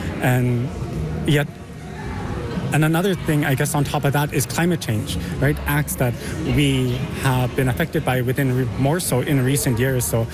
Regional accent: Fort McPherson, Northwest Territories, Canada; I'm from Tetley J. Fort McPherson.

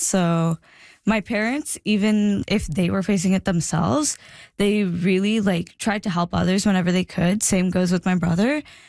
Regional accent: India; I was born in India, and my family grew up relatively low income

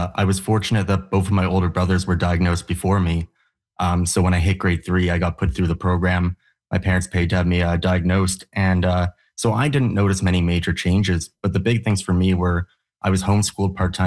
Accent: Canada; as a Canadian, I have a right to education.

